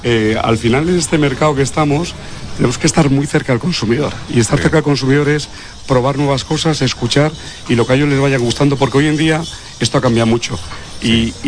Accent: Madrid, Community of Madrid, Spain; siendo muy honesto, yo soy de Madrid, y cuando tengo la oportunidad de venir aquí a Jerez a trabajar en una empresa, yo soy un enamorado de Cádiz, yo tengo una segunda casa en Cádiz

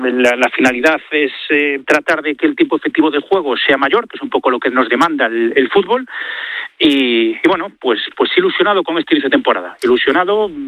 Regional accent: Spain

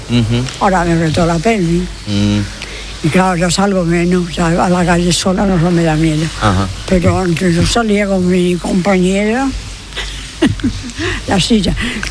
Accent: Extremadura, Spain; moved away as an adult; Nada, ya, me he criado en un pueblo. Soy extremeña.

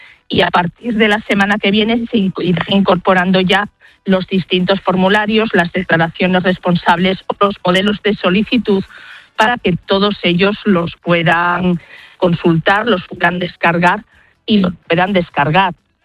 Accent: Zamora, Castile and León, Spain; yo soy de Zamora

